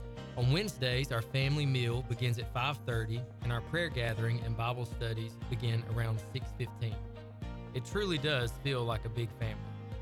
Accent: Tallahassee, Florida, United States; I have the privilege of pastoring here in my hometown at East Tallahassee Baptist Church.

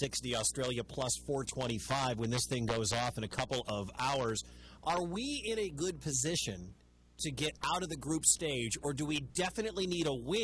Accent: United States; And I can say we because I'm an American.

